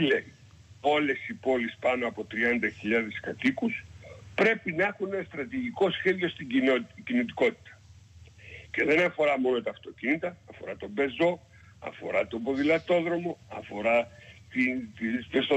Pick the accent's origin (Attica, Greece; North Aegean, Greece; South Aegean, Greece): South Aegean, Greece; Apolakkia; now in Rhodes, Greece; για να πάω στο χωριό μου μέχρι τώρα ήταν 1 ώρα και 10 λεπτά, στην Απολακιά